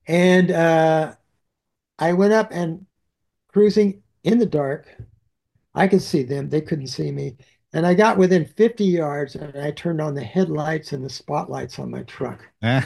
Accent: Texas, United States; Yes, I did grow up in Texas. So I have this Texas background, the West, freedom, riding horses.

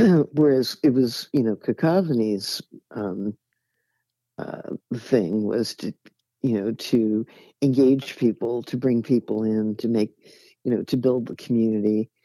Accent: San Francisco, California, United States; I grew up in North Beach.

